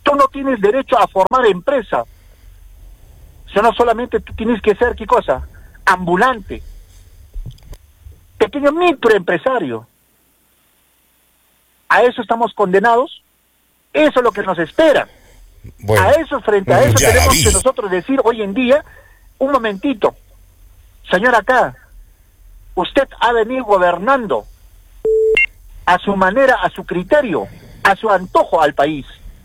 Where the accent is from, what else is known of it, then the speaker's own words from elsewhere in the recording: Arequipa, Peru; ¿A eso estamos condenados como peruanos, como arequipeños?